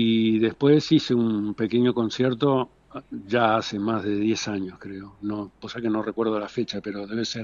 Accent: Salto, Uruguay; Y somos todos de Salto.

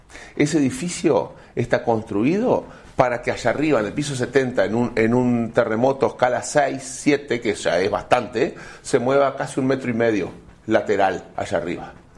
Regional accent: Uruguay; nosotros creemos que nosotros en la ruta 3 somos el centro de Uruguay.

